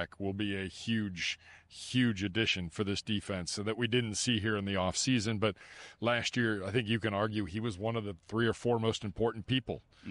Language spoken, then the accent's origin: English; Cleveland, Ohio, United States; I love to bowl, man. I'm from Cleveland. How do you not bowl?